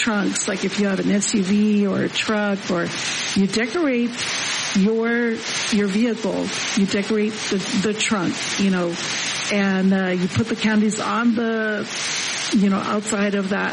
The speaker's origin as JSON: {"language": "English", "town": "Mammoth", "region": "Arizona", "country": "United States", "tie": "born or raised there", "said": "I used to be a bus driver for the Head Start program over in my hometown in Mammoth."}